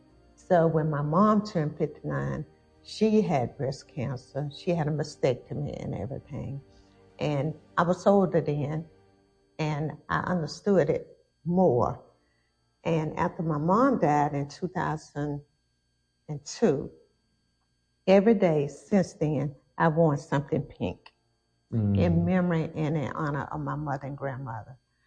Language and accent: English; Preston, Georgia, United States; now in Sylvester, United States; Okay, I'm from Preston, Georgia. I've been in Sylvester, Georgia for quite a while now. I love it here